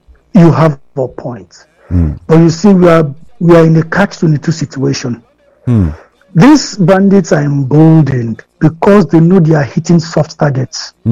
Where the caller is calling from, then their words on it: Abeokuta, Ogun, Nigeria; from Abeokuta calling.